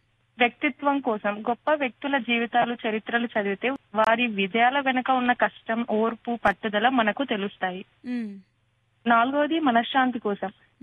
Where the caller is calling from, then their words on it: Kurnool district, Andhra Pradesh, India; నేను కర్నూలు డిస్ట్రిక్ట్ నుంచి కాల్ చేస్తున్నాను.